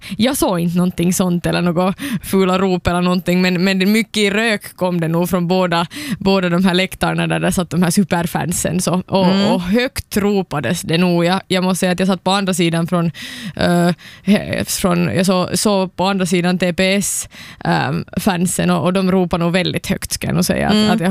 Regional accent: Finland; Vi är ju vana som finländare att vara alltid underdogs.

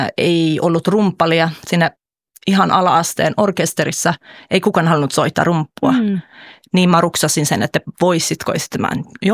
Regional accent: Gothenburg, Västra Götaland, Sweden; moved away; tämä bändi on Göteborgista, missä mä oon kotoisin.

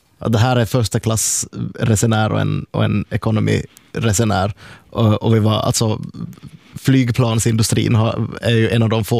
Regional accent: Nykarleby, Ostrobothnia, Finland; Jag är från Nykave

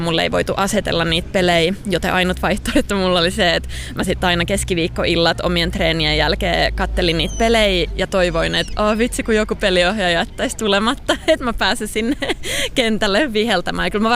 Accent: Salo, Southwest Finland, Finland

